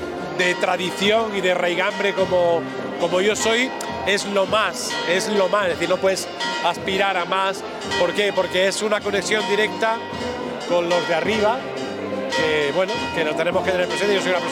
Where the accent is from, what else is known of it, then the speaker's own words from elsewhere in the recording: Andújar, Andalusia, Spain; born there; also born or lived in Arjona; now in Barcelona, Spain; Me recrié en Andújar, actualmente vivo en Barcelona, donde ejerzo mi profesión